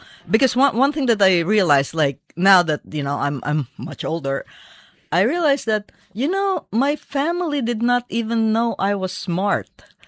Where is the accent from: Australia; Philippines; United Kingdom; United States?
Philippines; born there; Yes, I was born in the Philippines.